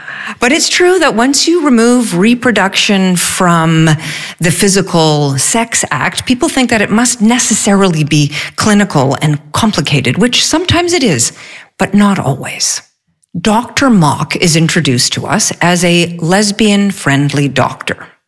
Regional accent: Montreal, Quebec, Canada; born there; I was born just outside of Montreal.

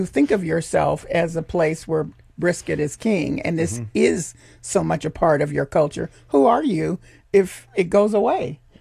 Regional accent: Memphis, Tennessee, United States; From those of us from legacy cities, I'm from Memphis

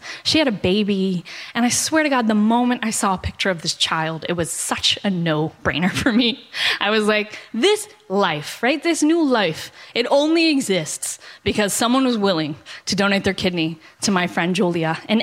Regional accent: Texas, United States; I'm from the South, right? The storytelling.

